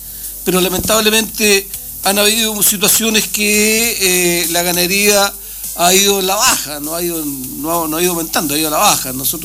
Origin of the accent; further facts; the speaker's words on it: Aysén, Chile; Yo tengo el privilegio de pocos aysenino.